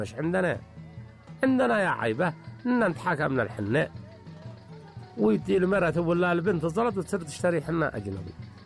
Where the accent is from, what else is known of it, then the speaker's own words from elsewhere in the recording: Yemen; حنا يمني.